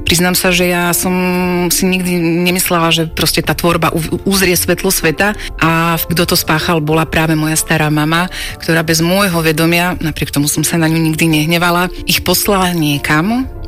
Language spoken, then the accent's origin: Slovak; Bratislava, Bratislava Region, Slovakia; vyrastala som v časti Bratislavskej v Petržalke, kde bolo naozaj veľmi veľa drogovo závislých ľudí.